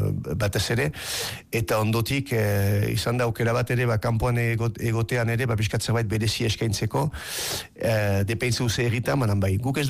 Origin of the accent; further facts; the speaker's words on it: Bayonne, Nouvelle-Aquitaine, France; bizitzea eskualde batean, Baiona bezalako hiri batean, txikia nintzenean, nun euskaldunak girela ehuneko amaja edorako zerbait